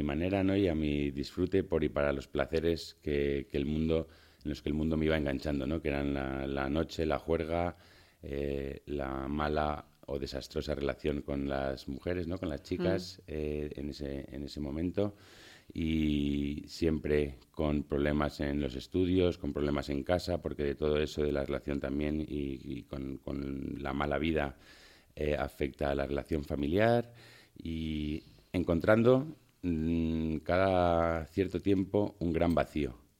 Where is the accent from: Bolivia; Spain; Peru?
Spain; Madrid, Community of Madrid; born there; yo nací en Madrid, aunque mi familia viene del norte, de Bilbao, y las raíces de mi madre también son del norte. Siempre hemos tenido la familia, la base en Madrid.